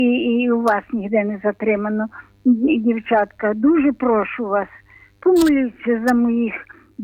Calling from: Drohobych, Lviv Oblast, Ukraine; Я сама з Дрогобича.

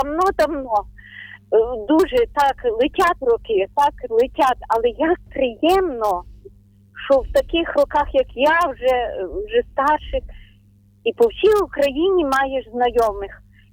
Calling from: Ternopil Oblast, Ukraine; Ми з України. … Тернопільщина.

